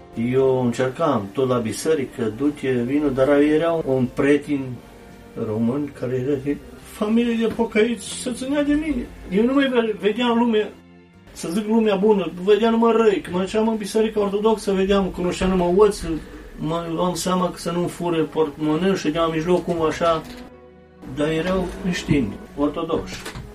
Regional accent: Kladovo, Bor District, Serbia; now in Vienna, Austria; Vin dintr-o familie creștină, ortodoxă. Așa ni se zice, dar nimeni nu merge la biserică. Vin din Serbia, unde se vorbește românește, Cladova, zice, vis-a-vis de Turnul Severin.

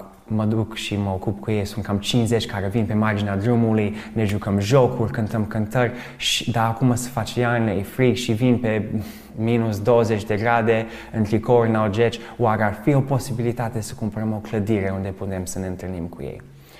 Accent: Mediaș, Sibiu County, Romania; Eu am crescut în Mediaș până la vârstă de 13 ani.

